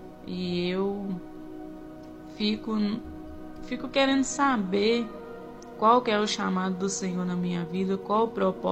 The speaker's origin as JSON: {"language": "Portuguese", "region": "Minas Gerais", "country": "Brazil", "said": "sou de Minas Gerais."}